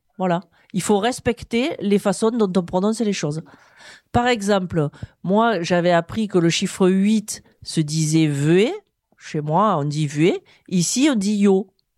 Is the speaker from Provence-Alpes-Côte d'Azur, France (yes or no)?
yes; Graveson, Provence-Alpes-Côte d'Azur, France; moved away; also born or lived in Avignon; je venais de Provence, donc je suis originaire de Provence, de Graveson. De Graveson, donc c'est à côté de Mayenne, de là où est né Mistral, c'est à 2 km de Mayenne.